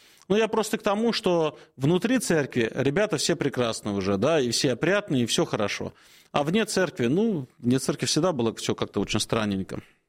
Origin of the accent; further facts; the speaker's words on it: Moscow, Russia; Так как речь про Москву, а это моя родина, мой родной город, Богдан.